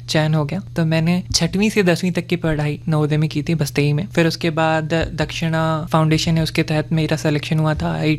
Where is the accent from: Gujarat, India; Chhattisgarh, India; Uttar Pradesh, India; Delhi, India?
Chhattisgarh, India; Ambikapur; मेरा जन्म अंबिकापुर में हुआ था, लेकिन मैं उस समय मेरा परिवार जो है रामानुजगंज का एक गांव है पिपरौल, वहां से आता है। फिर वहां से हम अंबिकापुर आए पढ़ाई के लिए।